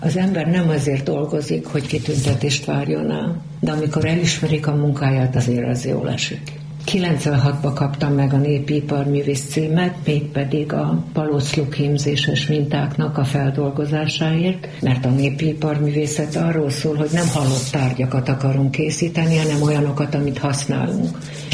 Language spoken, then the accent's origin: Hungarian; Palócföld, Hungary; accent: Palóc; én nem születtem palócnak, de azzá váltam. Mert ez a kultúra vett körül. Ízig, vérig palócnak mondom magam.